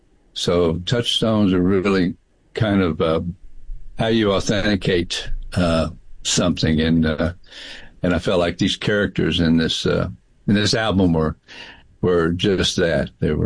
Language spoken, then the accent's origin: English; Houston, Texas, United States; now in San Marcos, United States; born and raised in Houston in the flatlands, you know, being up here in Austin area, in the Hill Country area, we're in San Marcos now.